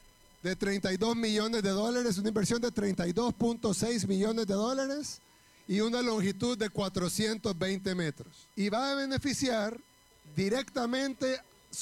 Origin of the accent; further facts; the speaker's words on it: El Salvador; una buena parte de los salvadoreños hemos cruzado el puente actual